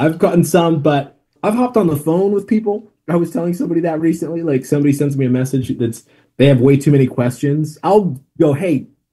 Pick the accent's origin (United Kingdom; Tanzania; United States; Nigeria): Tanzania; and I'm from Tanzania, East Africa